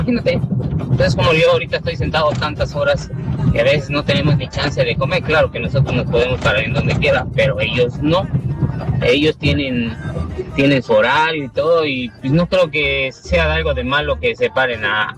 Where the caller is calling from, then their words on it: Yucatán, Mexico; Yo siendo yucateco te lo digo, la gente de acá de Mérida no son empáticos